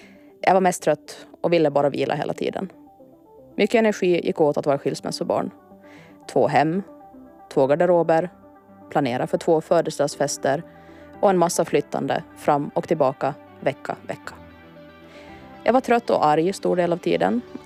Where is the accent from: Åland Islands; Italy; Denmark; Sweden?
Åland Islands; Mariehamn, Åland; Jag är född och uppvuxen på Åland i Mariehamn.